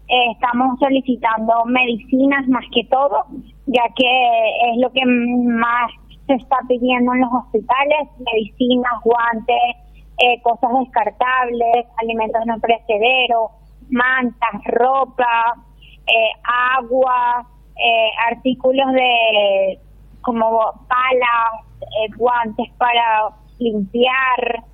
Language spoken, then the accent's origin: Spanish; Barquisimeto, Lara, Venezuela; now in Paraguay; yo no soy de Caracas, soy de una ciudad del interior que es como decir Ciudad del Este, Asunción. Mi ciudad se llama Barquisimeto y estamos a 5 horas de Caracas